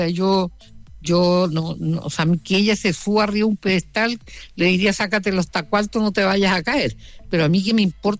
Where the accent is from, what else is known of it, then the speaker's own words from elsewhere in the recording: Puerto Montt, Los Lagos, Chile; born there; yo nací en Puerto Montt el año 43.